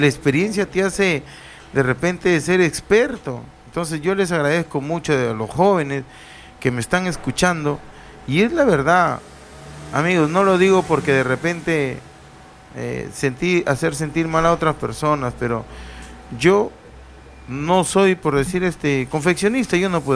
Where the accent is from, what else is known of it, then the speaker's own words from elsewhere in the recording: Túcume, Lambayeque, Peru; Saludar a todo mi pueblo de Túcume y los diferentes caseríos.